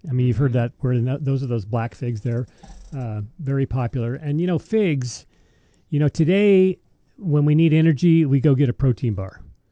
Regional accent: Alabama, United States; growing up in Alabama

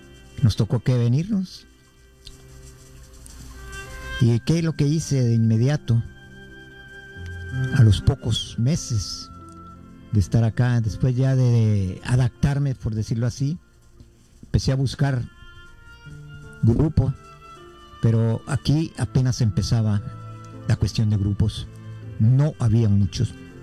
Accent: Guatemala City, Guatemala Department, Guatemala; como buen chapín, como dicen, ¿verdad? Somos de la ciudad de Guatemala. Allá pertenecíamos al grupo Juan Pablo II, allá en la zona 21, Bello Horizonte

